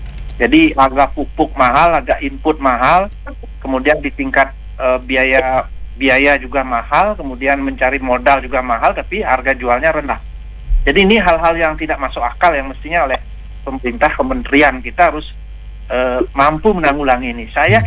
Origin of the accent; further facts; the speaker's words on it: Bali, Indonesia; Saya sendiri warga Badung